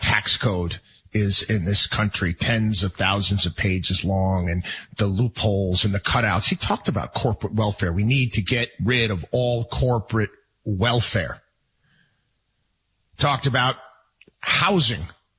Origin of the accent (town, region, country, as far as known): Albany, New York, United States; born or raised there